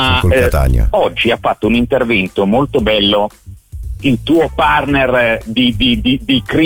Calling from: Varese, Lombardy, Italy

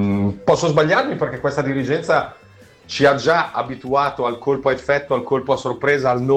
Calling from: San Donato Milanese, Lombardy, Italy; da San Donato

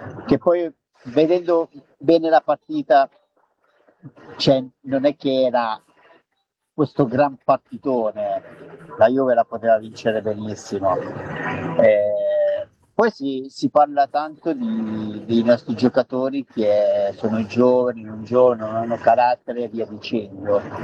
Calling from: Varese, Lombardy, Italy; da Varese.

